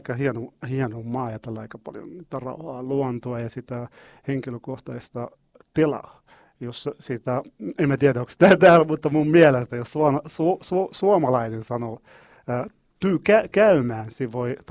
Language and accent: Finnish; Morocco; now in Finland; oon puolia marokkolainen ja vähän ranskalainen. Ja tulin maasta, jossa puhutaan aika paljon, ja tulin aika Suomeen, jossa joskus on tervehtiminenkin on tuntuu olivan pitkä keskustelu.